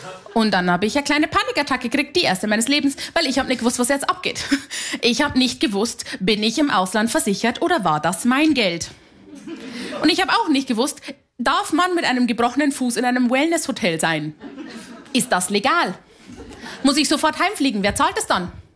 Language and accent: German; Haunersdorf, Bavaria, Germany; moved away; Ich bin aus einem sehr, sehr kleinen Ort in Niederbayern. Ich bin aus Haunersdorf bei Simbach, bei Landau an der Isar. Das sind 3 Orte und ein Fluss und ihr wisst nicht grob, wo das ist. Da bin ich her, da wohnen 500 Menschen